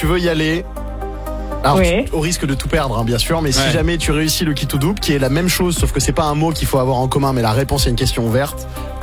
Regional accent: Nouvelle-Aquitaine, France; j'ai passé mon enfance à dire que je venais de La Rochelle alors que c'était à 45 minutes de Sainte.

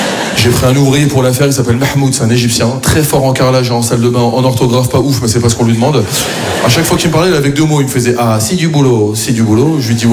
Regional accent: France; Non, je suis fier de mes origines et je suis fier d'être français, moi aussi.

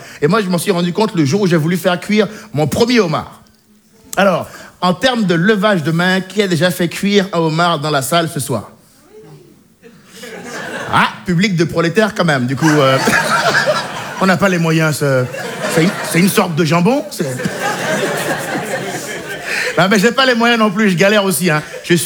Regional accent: Benin; born or raised there

